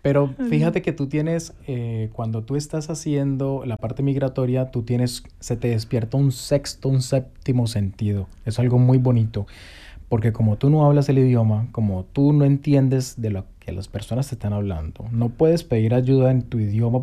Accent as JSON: {"language": "Spanish", "country": "Colombia", "said": "Bueno, primero que todo, nacionalidad colombiana, tengo una hermosa hija"}